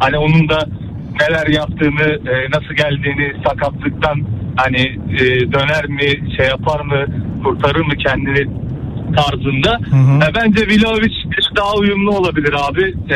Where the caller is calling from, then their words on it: Istanbul, Turkey; Abi ben İstanbul'dan arıyorum